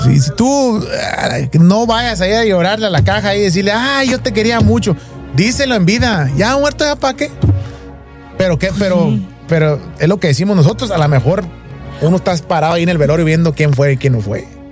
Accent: Mexico; moved away; en nuestro país, en cada parte, por ejemplo, al menos en México

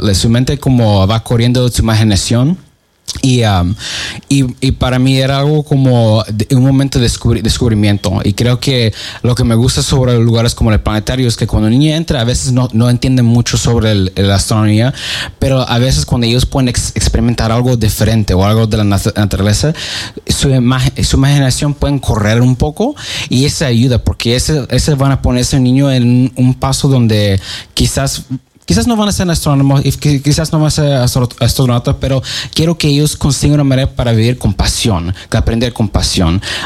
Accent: Florida, United States; Desde cuando estaba niño. Crecí en Florida

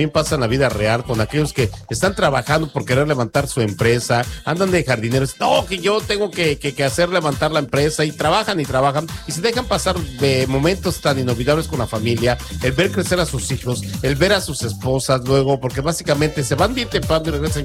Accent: Mexico

